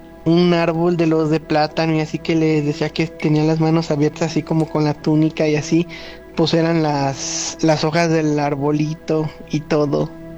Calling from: San Francisco del Rincón, Guanajuato, Mexico; de San Francisco del Rincón, Guanajuato.

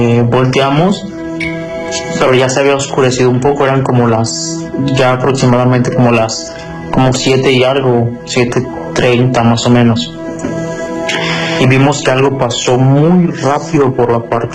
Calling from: León, Guanajuato, Mexico; Soy de León, Guanajuato.

